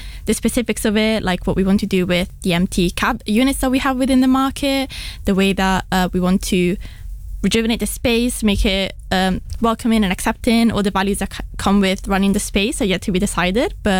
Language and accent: English; London, United Kingdom; I was raised in South London.